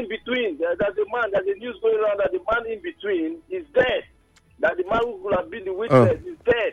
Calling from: Okrika, Rivers, Nigeria; I am calling from Okrika.

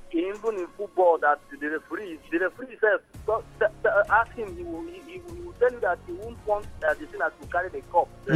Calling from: Port Harcourt, Rivers, Nigeria; calling from Port Harcourt.

